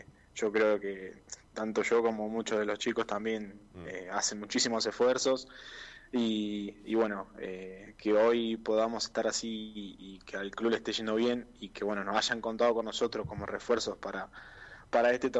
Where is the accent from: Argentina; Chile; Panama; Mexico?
Argentina; Viedma, Río Negro; born there; moved away as an adult; ahí en Viedma, yo soy de ahí, para claro. Que saben, yo soy nacido ahí en Viedma, claro.